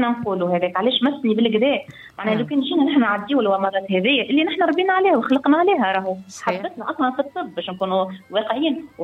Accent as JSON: {"language": "Arabic", "region": "Bizerte Governorate", "country": "Tunisia", "said": "عندنا في بنزرت"}